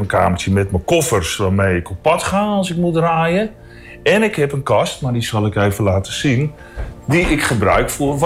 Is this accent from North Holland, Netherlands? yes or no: yes; Beverwijk, North Holland, Netherlands; also born or lived in Amsterdam / Enschede; ik ben op mijn derde jaar in Beverwijk beland.